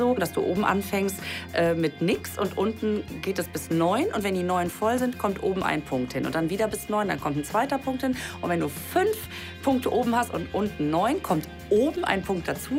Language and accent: German; Düsseldorf, North Rhine-Westphalia, Germany; Ich komme ja aus Düsseldorf.